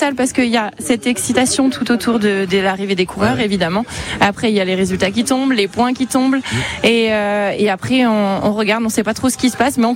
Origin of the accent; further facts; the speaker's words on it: Angers, Pays de la Loire, France; moi je suis angevine.